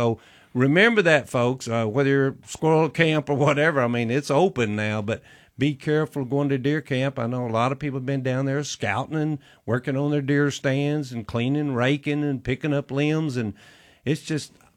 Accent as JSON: {"language": "English", "town": "Little Rock", "region": "Arkansas", "country": "United States", "tie": "born or raised there", "said": "I was born and raised out there on Arch Street Pike, Baseline, went to Mablevale and McClellan"}